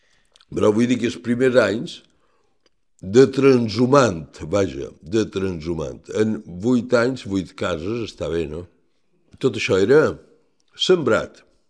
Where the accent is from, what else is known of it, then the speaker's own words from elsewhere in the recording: Palma, Balearic Islands, Spain; aquesta barriada pràcticament és la meva, és la que he viscut més temps, tant d'infant com ara d'adult. Jo vaig néixer a Esterret el 2 de desembre, que està aquí darrere. Però llavors vam anar a viure aquí, General Riera